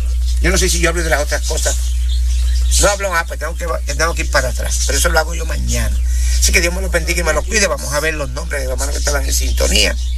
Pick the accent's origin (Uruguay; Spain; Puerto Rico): Puerto Rico; moved away; en Puerto Rico fueron a hacer un día de clamor, pero en mi pueblo